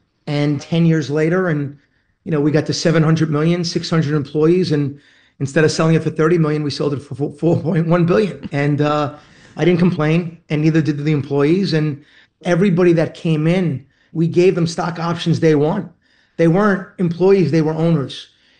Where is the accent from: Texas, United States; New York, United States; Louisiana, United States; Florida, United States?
New York, United States; Queens; That's why I always say … from Queens, right?